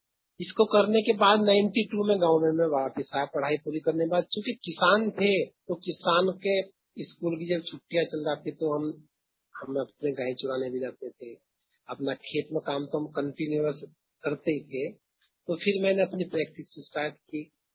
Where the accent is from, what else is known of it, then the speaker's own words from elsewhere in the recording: Uttar Pradesh, India; also born or lived in Saharanpur; Primary पढ़ाई हमारे गांव से लगभग 3 किलोमीटर दूर मलयपुर में हुई है, और उसमें हम धमोला नदी में से निकल करके जाते हैं।